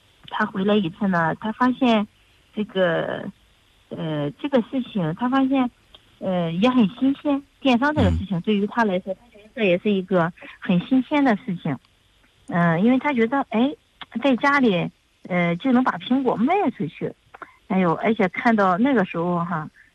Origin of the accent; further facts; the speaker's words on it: Mengyin, Shandong, China; 作为一个蒙阴人，作为一个这个土生土长的这个种桃养桃的人，